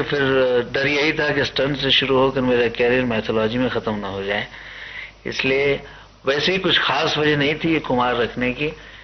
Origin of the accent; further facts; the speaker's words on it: Surat, Gujarat, India; मैं सूरत का रहने वाला हूँ, गुजरात का।